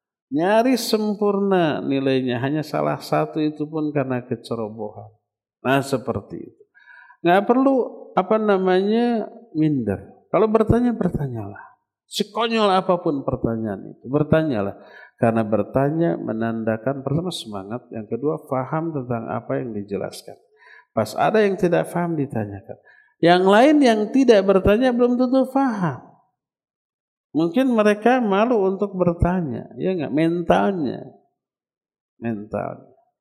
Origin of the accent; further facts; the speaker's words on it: Bandung, West Java, Indonesia; Dulu saya dari SMA, SMA favorit di Bandung